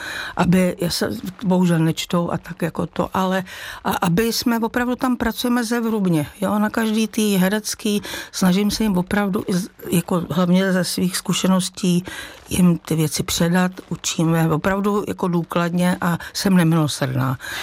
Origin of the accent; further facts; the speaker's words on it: Rakovník, Central Bohemian Region, Czechia; vyrůstala jsem vlastně částečně u babičky v Rakovníku